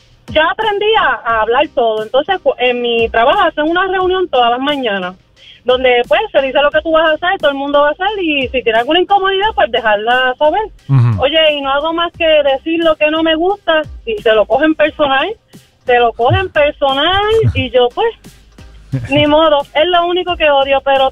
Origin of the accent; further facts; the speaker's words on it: Puerto Rico; now in Pennsylvania, United States; Entonces, soy la única boricua ahí dentro. Todos los demás son americanos.